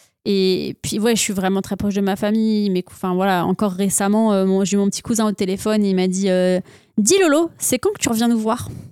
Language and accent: French; France; now in Canada; entre le moment où j'ai quitté la France et le moment où je suis arrivée au Canada, il s'est passé 15 jours.